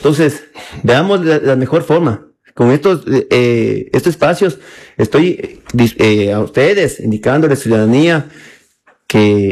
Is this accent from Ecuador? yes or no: yes; Ecuador; somos ecuatorianos